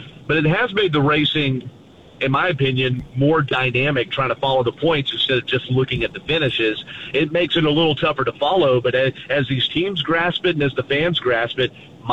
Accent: Atlanta, Georgia, United States; We're watching it from my hometown in Atlanta.

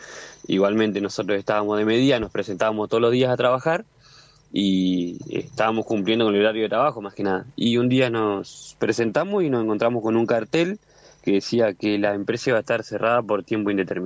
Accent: Concepción del Uruguay, Entre Ríos, Argentina; Yo soy de Concepción del Uruguay, Entre Ríos, trabajador de planta La China, acá ubicada en Concepción

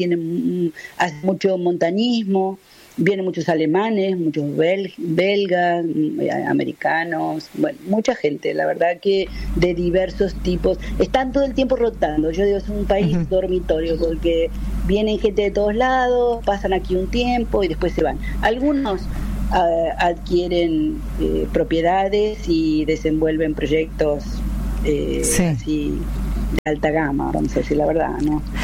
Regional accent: Ensenada, Buenos Aires Province, Argentina; Miren, ahí en Ensenada, de donde yo soy, está la Asociación Caboverdiana de Socorros Mutuos

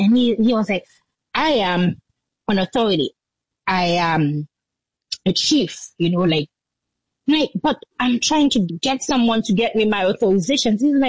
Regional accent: Jacmel, Sud-Est, Haiti; leading to Jacmel, my hometown, was closed through Maltisa, which is like, you know, a very big region in Port-au-Prince.

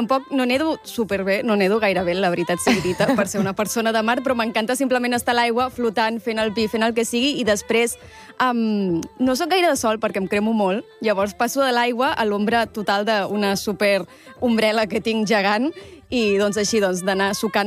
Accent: Premià, Catalonia, Spain; Doncs em dono treva aquest estiu tornant a Premià, al meu poble, i recordant que hi ha platja

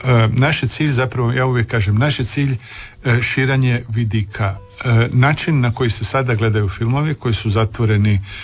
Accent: Croatia; Ja radim filmove, ja dolazim iz Hrvatske.

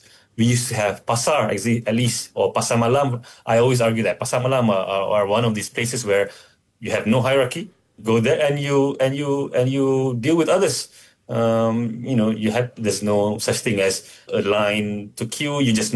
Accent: Kajang, Selangor, Malaysia; I grew up in Kajang. So my neighborhood, you literally have, it was a landed property, terrace houses.

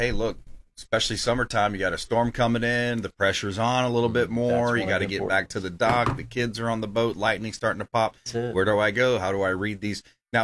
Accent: Florida, United States; I grew up on the Caloosahatchee River.

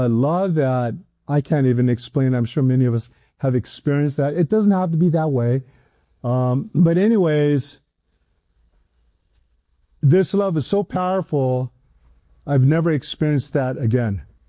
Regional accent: Hawaii, United States; also born or lived in San Diego; I grew up in Hawaii. I was in Hawaii. And that's where I went to school.

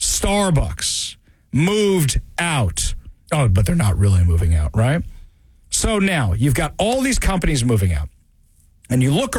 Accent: Seattle, Washington, United States; Now, I'd say for the last 4 or 5 years, when I say I'm from Seattle, oh, really? Oh, what are you still doing there?

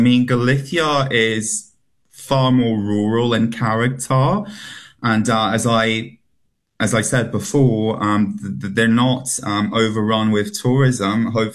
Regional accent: France; a small town I love in France, which is my home country, is Arsonre, on the island of Ré

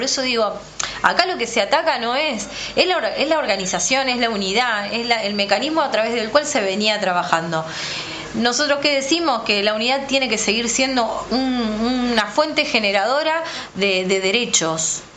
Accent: Argentina; la identidad que nosotros tenemos como argentinos, como ciudadanos, como trabajadores.

